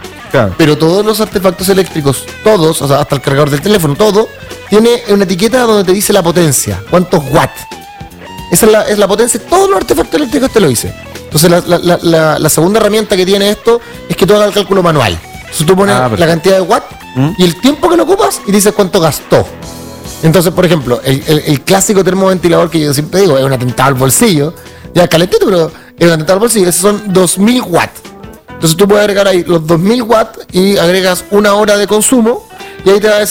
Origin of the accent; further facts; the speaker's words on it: Concepción, Biobío, Chile; yo soy de Concepción.